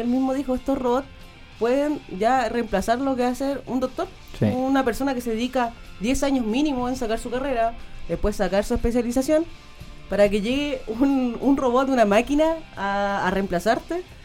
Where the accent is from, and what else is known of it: Chile